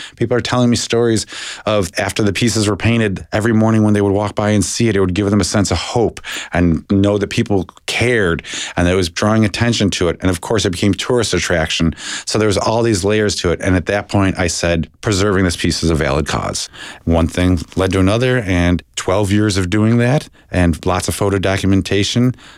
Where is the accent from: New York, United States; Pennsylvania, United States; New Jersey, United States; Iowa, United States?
New York, United States; Buffalo; now in New Orleans, United States; I am not originally from New Orleans. I'm from Buffalo, New York.